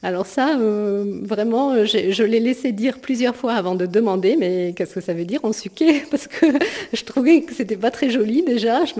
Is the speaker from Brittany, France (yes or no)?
no; Occitanie, France; accent: Midi; Moi, j'ai l'accent du midi. Enfin, du midi. De l'Aude, on va dire.